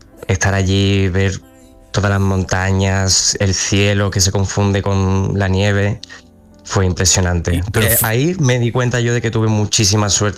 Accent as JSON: {"language": "Spanish", "region": "Andalusia", "country": "Spain", "accent": "Andalusian", "said": "Yo estoy ahí por detrás, hago de extra, con mi acento andaluz y listo, pelota."}